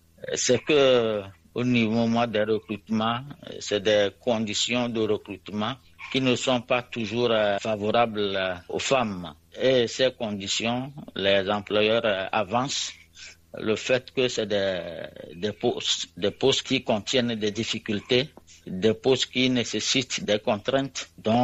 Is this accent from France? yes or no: no; Togo; chez nous, au Togo